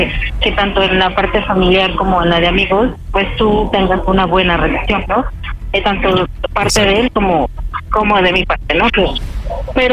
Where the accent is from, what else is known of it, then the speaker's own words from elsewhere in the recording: Mexico City, Mexico; 38 años y de la alcaldía Benito Juárez.